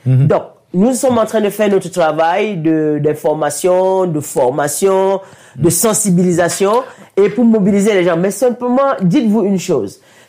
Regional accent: Cameroon; je suis Camerounais

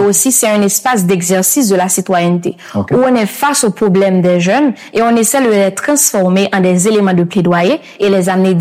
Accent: Haiti

